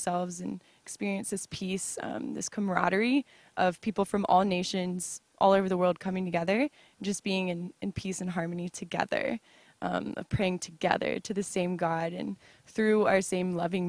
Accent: Mobile, Alabama, United States; I'm from Mobile, Alabama. Super exciting to be here for the second time, coming all the way from America.

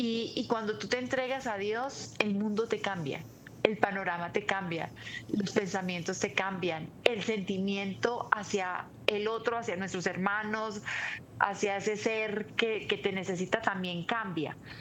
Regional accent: Táriba, Táchira, Venezuela; born there; yo nací en Tariba

